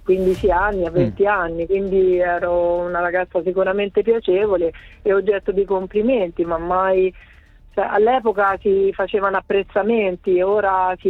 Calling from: Castelli Romani, Lazio, Italy; io vengo da vicino Roma, sono di Roma e dintorni, insomma dei castelli romani

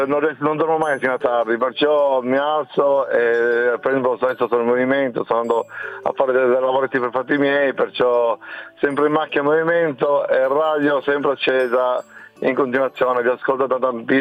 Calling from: Chianocco, Piedmont, Italy; Io ho 51 anni, chiamo da Chianocco, Val di Susa.

